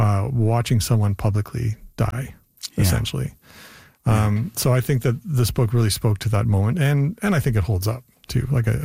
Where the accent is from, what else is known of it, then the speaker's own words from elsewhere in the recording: Canada; an exciting time to be a Canadian.